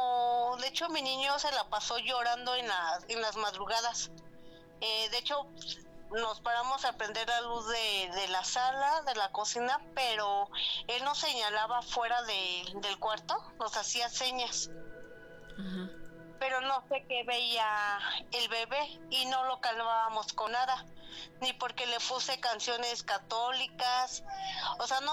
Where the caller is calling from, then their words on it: Metepec, State of Mexico, Mexico; De aquí de Metepec, del Estado de México.